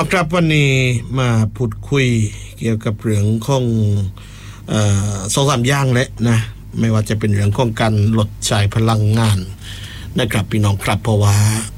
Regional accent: Phuket, Thailand

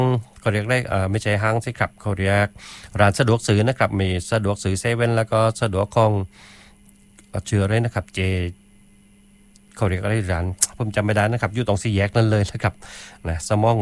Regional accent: Chumphon, Thailand

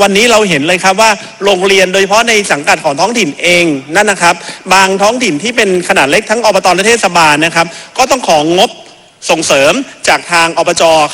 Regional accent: Samut Sakhon, Thailand; ผมเอามาจากจังหวัดสมุทรสาครของผมเอง

